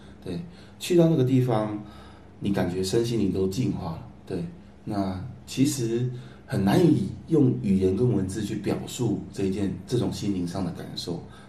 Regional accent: Taiwan; now in Nanjing, China; 确实初来到南京，表达我们自己是台湾过来的同胞，一般大众对于台湾人是非常包容以及友善的

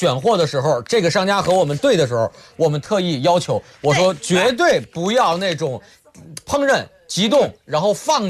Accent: Jiangsu, China; 咱们江苏人吃龙虾、吃螃蟹，

